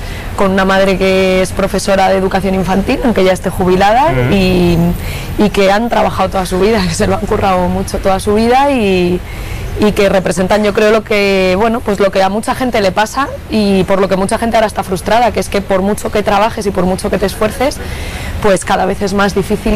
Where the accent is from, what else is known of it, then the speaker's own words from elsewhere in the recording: Madrid, Community of Madrid, Spain; estamos en la calle Santa Irene, en el barrio de La Elipa, que es el primer barrio en el que viví, donde yo nací y donde viví hasta que mis padres ya se cambiaron a Ciudad Lineal.